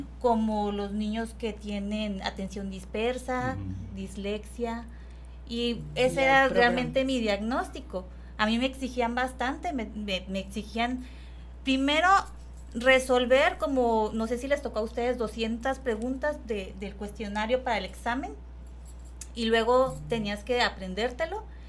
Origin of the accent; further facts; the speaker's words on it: Veracruz, Mexico; moved away as an adult; also born or lived in Mexico City / Querétaro; now in Ciudad Juárez, Mexico; Yo no soy de Juárez, soy de Ciudad de México, pero toda mi vida viví en Veracruz.